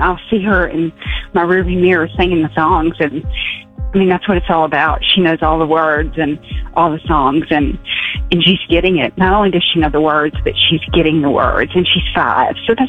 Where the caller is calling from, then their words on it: Lewis Center, Ohio, United States; from Lewis Center